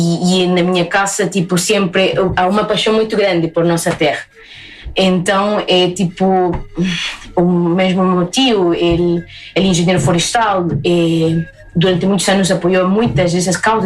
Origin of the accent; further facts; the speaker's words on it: Pucallpa, Ucayali, Peru; Portuguese is a second language; E, por acaso, de onde eu sou, que é Pucallpa, é o rio Ucayali.